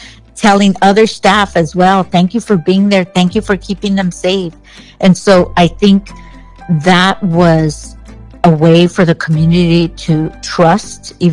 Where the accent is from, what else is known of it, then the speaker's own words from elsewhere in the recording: Los Angeles, California, United States; moved away; I'm from Los Angeles, so I go back there a lot.